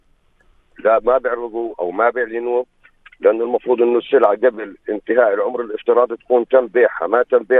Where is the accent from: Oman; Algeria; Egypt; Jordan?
Jordan; عندنا بالأردن